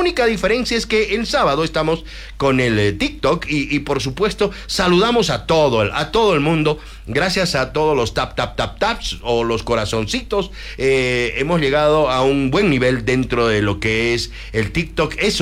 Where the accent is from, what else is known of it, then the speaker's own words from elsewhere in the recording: Chile; Soy chileno y me gusta tu programa